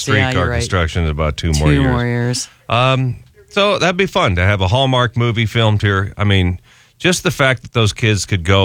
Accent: Omaha, Nebraska, United States; When I moved back here to my hometown of Omaha 20 years ago

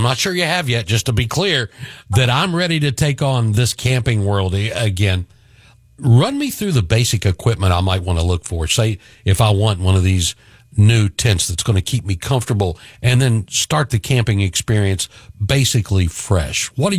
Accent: West Virginia, United States; moved away; I'm originally from West Virginia.

